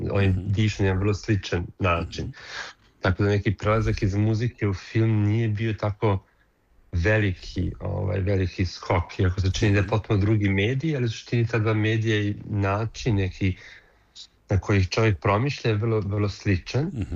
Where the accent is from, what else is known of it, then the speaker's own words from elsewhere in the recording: Serbia; now in Berlin, Germany; pošto ja sam iz Srbije, hoda iz Irana, ali mi se znamo iz Berlina, pošto ja živim u Berlinu iz 10 godina